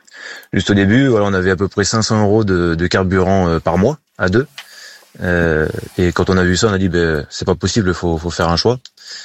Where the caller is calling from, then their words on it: Bordeaux, Nouvelle-Aquitaine, France; je suis sur Bordeaux